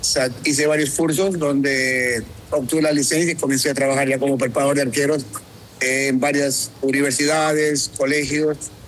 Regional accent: El Oro, Ecuador; also born or lived in Guayaquil; now in Ohio, United States; Yo vine de la provincia del Oro. Soy de Puerto Velo, de la provincia del Oro.

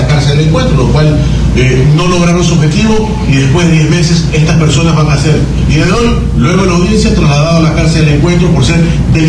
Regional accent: Ecuador; Lo que esperamos nosotros gobierno, como ecuatorianos

